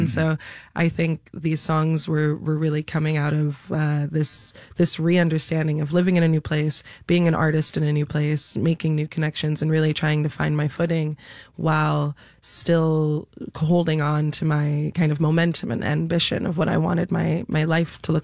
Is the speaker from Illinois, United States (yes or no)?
yes; Chicago, Illinois, United States; moved away as an adult; now in New York, United States; I grew up in Chicago in the city, and I really feel that I'm a city girl through and through.